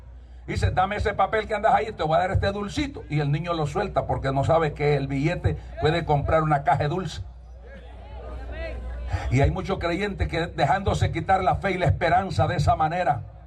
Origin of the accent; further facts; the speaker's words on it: El Salvador; also born or lived in Namasigüe, Choluteca, Honduras; Yo nací en Namasivo, Choluteca. Todos mis 22 hermanos más son nacidos acá. Pero yo me crecí con mi abuela en El Salvador.